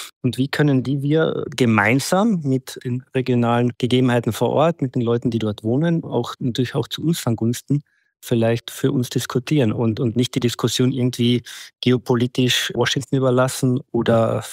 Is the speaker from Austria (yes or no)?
yes; Austria; born there; Da fragen Sie wahrscheinlich als gebürtigen Österreicher den Falschen.